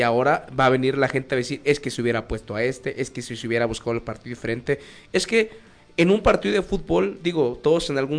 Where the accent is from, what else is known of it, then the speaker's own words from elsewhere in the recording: Mexico; nosotros como mexicanos